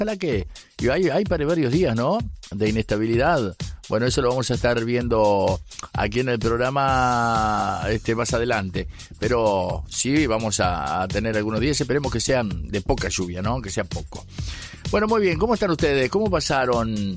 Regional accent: Uruguay; nosotros los uruguayos, de verdad, siempre estamos ahí, perfil bajo, tranquilo, siempre luchando, ahí vamos, sufriendo.

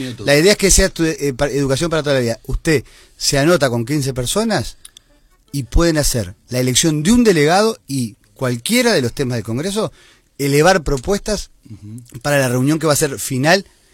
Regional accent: Montevideo, Uruguay; lo digo porque me cabe como montevideano

